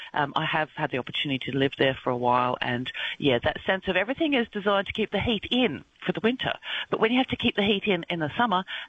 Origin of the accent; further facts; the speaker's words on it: Australia; And it's like, hang on a minute, I'm from Australia. We do mid-30s quite routinely.